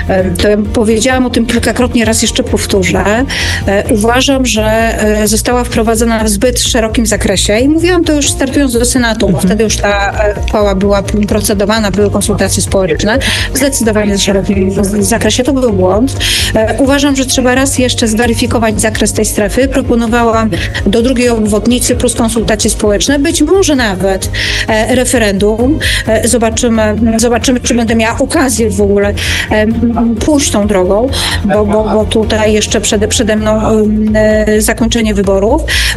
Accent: Zakopane, Lesser Poland, Poland; born there; now in Kraków, Poland; Rzeczywiście nie urodziłam się w Krakowie.

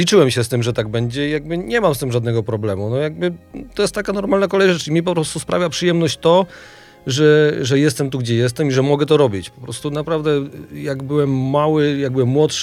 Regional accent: Jordanów, Lesser Poland, Poland; U mnie było tak, ja pochodzę z Jordanowa, to jest taka mniejsza miejscowość koło Rabki Zdrój w Małopolsce.

